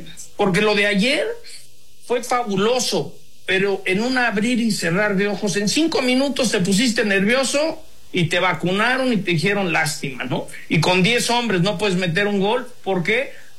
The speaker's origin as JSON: {"language": "Spanish", "country": "Mexico", "said": "Nos unimos de decir, aquí estamos, estos somos los mexicanos"}